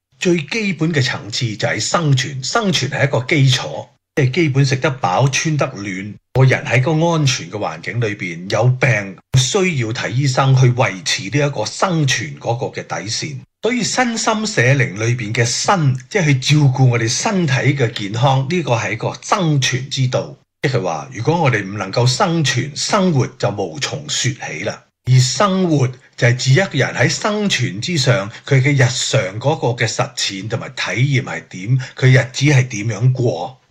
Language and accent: Cantonese; China; 我哋中國人有句智慧就話病向淺中醫